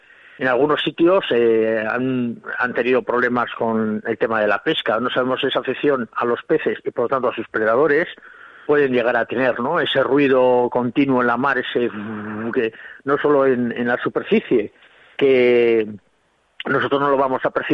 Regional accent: Bilbao, Basque Country, Spain; yo soy muy muy de Bilbao

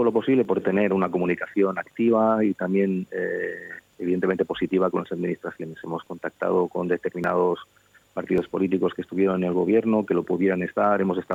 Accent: Hondarribia, Basque Country, Spain; somos un barrio, que somos de Hondarribia, que nos merecemos el mismo respeto y tenemos los mismos derechos

